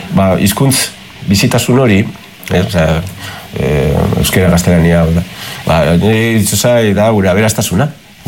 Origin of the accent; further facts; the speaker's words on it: Basque Country, Spain; born there; da gure aberria, osea, auzo hemengo gure auzoak hemen Herrera, Roteta